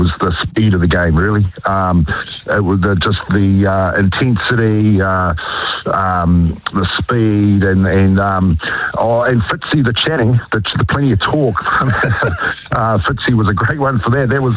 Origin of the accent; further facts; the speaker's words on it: Tangaroa, Northland, New Zealand; you mentioned I'm from Tangaroa, so from Tangaroa primary school, I remember Eddie Dunn bringing the Shield.